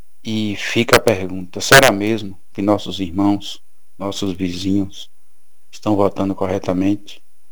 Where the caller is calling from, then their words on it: Bahia, Brazil; como cidadão, como baiano, no último domingo, nosso país, nossa Bahia